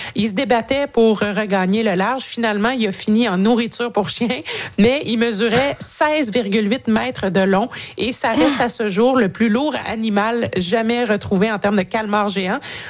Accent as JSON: {"language": "French", "region": "Newfoundland and Labrador", "country": "Canada", "said": "Première série dramatique Netflix tournée entièrement chez nous à Terre-Neuve"}